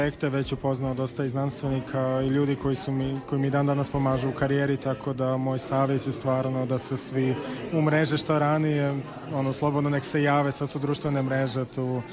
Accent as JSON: {"language": "Croatian", "town": "Mošćenička Draga", "region": "Primorje-Gorski Kotar County", "country": "Croatia", "also_born_or_lived": "Germany", "moved": "as an adult", "said": "ja sam iz Mašiničke Drage, tako da teško se živi bez mora"}